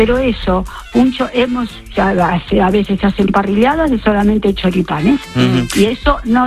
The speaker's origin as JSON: {"language": "Spanish", "country": "Argentina", "said": "Bueno, mi bocata, como una argentina que soy, es el choripán."}